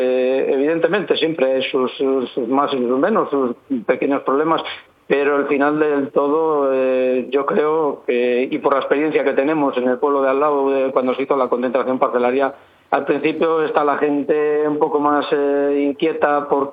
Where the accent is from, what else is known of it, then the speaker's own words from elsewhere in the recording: Tordehumos, Castile and León, Spain; y yo creo que estamos nosotros ahí en esa línea, en mi pueblo concretamente, pues estamos ahí en esa línea